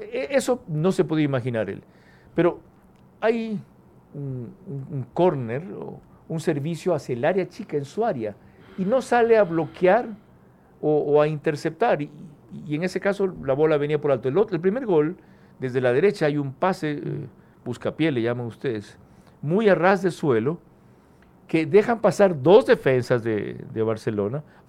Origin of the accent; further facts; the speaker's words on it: Bahía de Caráquez, Manabí, Ecuador; La situación en mi tierra es gravísima.